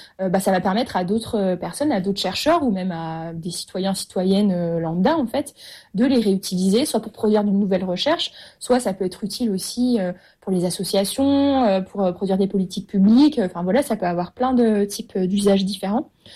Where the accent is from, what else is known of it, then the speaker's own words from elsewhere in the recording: Lyon, Auvergne-Rhône-Alpes, France; moved away; moi, j'étais à Lyon avant. Enfin, je suis lyonnaise d'origine.